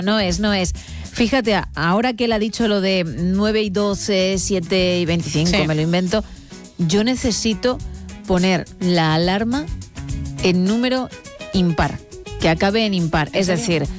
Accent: Campania, Italy; Spanish is a second language; Bueno, yo no soy de Roma, he de decir. Soy de cerca de Positano.

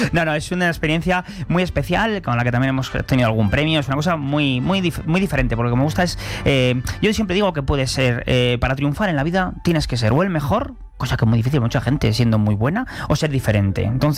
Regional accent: Cisneros, Castile and León, Spain; Yo soy de Cisneros, un pueblo de Segovia, ¿entiendes?

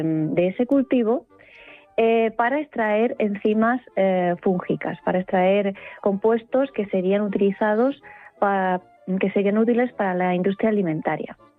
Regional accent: Murcia, Region of Murcia, Spain; now in Madrid, Spain; soy murciana. Nací en Murcia, crecí toda mi infancia pasando los veranos en los Urrutias, en las orillas del Mar Menor

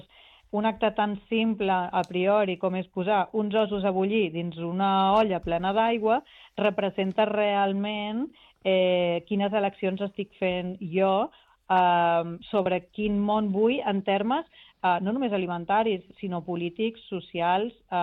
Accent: Ibiza, Balearic Islands, Spain; Jo, per exemple, visc a una illa petita, jo sóc d'Eivissa, aquí, per exemple, només es produeix el 3% dels aliments que consumim aquí

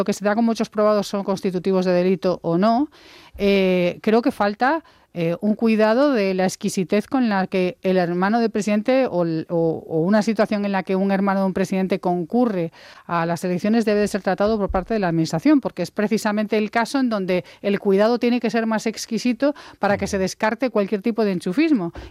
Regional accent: Santiago de Compostela, Galicia, Spain; Yo, bueno, soy de Santiago de Compostela, no puedo olvidar ni perder de vista la Diputación Ondarense, la Diputación de Lugo

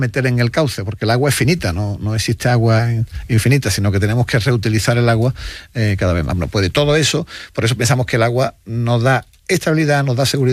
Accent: Spain; lo que sí hacemos bien los españoles es, cuando nos dan una nota de que hay que ahorrar agua y tal, hacerlo.

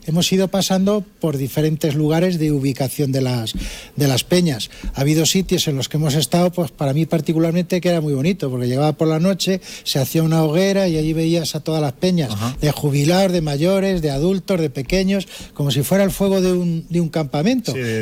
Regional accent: Arcas, Castilla-La Mancha, Spain; Yo siempre digo, somos de Arcas, vivimos en Arcas, estamos en Arcas. Y para nosotros Arcas es una localidad, un pueblo, por el volumen de población, aunque sean 2.600, pero seguimos siendo un pueblo.

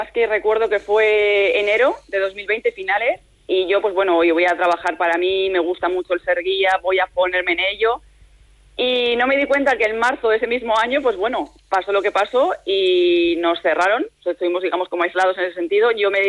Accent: Logroño, La Rioja, Spain; luego ya volví a mi ciudad natal, Logroño, porque bueno, pues mi tierra es mi tierra y aquí sigo día a día

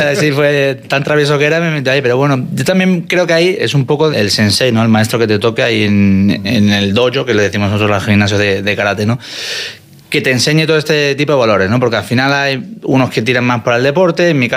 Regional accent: Málaga, Andalusia, Spain; Yo soy de Málaga, obviamente.

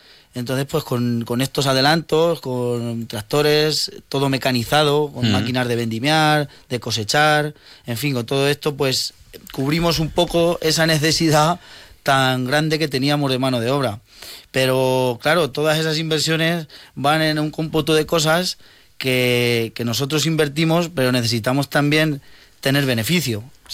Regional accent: Campo de Criptana, Castilla-La Mancha, Spain; nosotros somos desde Campo de Cristana

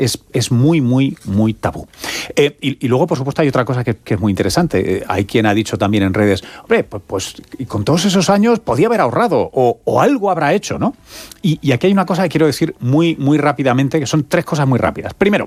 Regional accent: Tomelloso, Castilla-La Mancha, Spain; El de mi padre. Sí. El de mi padre, mi familia. … de Tomelloso.

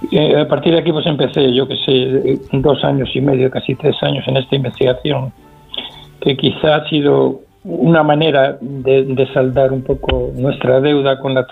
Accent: Alcázar de San Juan, Castilla-La Mancha, Spain; en nuestro pueblo, en Alcázar de San Juan, se dice que no hablamos, sino que allí lo que hacemos es sentenciamos

